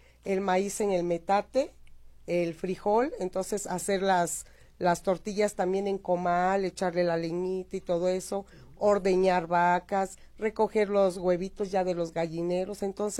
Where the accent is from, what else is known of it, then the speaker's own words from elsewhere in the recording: Oaxaca, Mexico; yo sí soy de Oaxaca, soy de los valles centrales, del mero centro, y pues obviamente que ya vengo curtida en la cocina. Y desde, traigo el sazón oaxaqueño.